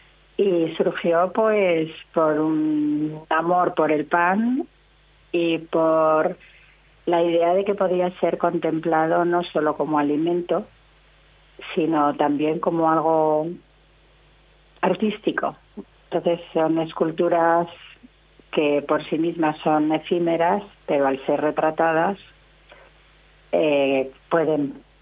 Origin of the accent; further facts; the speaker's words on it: Valladolid, Castile and León, Spain; yo soy vallisoletana de adopción. Mi padre era vallisoletano y yo me crié aquí en un pueblecito cerca de Tordesillas